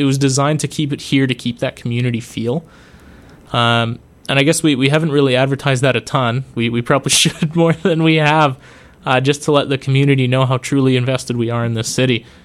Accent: Hamilton, Ontario, Canada; as a Hamilton local, it means something to me to host something in my hometown, to actually say, hey, yeah, you know, I was born and raised here.

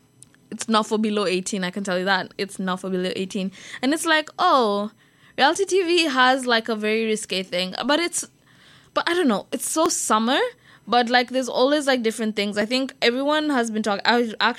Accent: Kenya; I'm a Kenyan girly from the equator.

